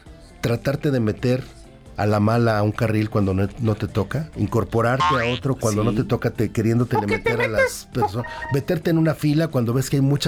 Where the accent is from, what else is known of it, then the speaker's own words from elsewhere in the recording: Mexico; mexicanos.